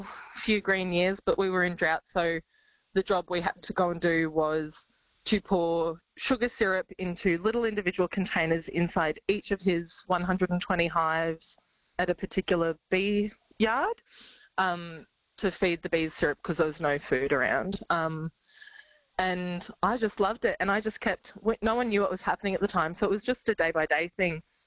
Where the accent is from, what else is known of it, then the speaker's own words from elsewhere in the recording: Toowoomba, Queensland, Australia; moved away as an adult; also born or lived in Melbourne / Sydney; So I grew up in Toowoomba, but I lived and worked in Melbourne and Sydney as a pastry chef.